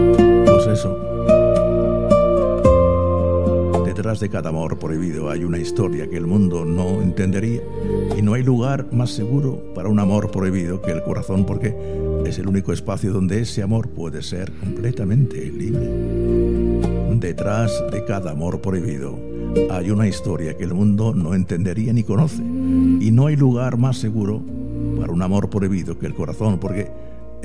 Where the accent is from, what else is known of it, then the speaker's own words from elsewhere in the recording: Spain; Yo me siento español y yo sí ondeo mi bandera dentro de mí